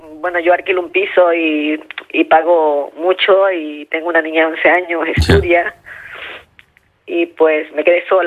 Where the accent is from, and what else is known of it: Venezuela